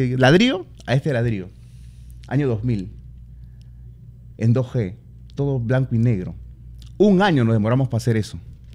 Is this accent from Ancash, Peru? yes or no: no; Lima, Peru; De donde vengo, San Juan de Urigancho